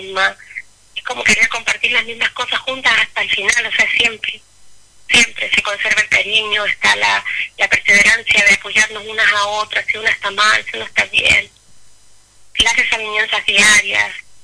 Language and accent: Spanish; Ancud, Los Lagos, Chile; soy de Ancud, tengo 50 años, un hijo de 19